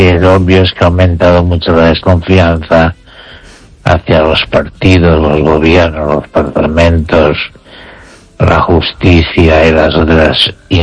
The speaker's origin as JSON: {"language": "Spanish", "country": "Spain"}